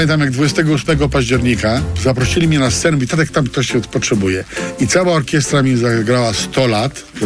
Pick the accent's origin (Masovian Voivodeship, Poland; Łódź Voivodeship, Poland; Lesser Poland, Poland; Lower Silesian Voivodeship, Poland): Lower Silesian Voivodeship, Poland; Wrocław; born there; ja żartuję, że rodowity wrocławianin